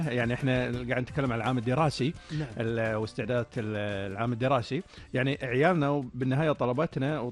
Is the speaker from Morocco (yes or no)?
no; Kuwait